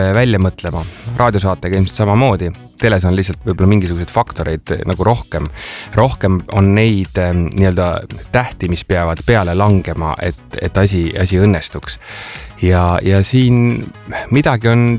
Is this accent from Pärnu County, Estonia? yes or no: yes; Pärnu, Pärnu County, Estonia; Ma olen kasvanud Pärnu rannarajoonis.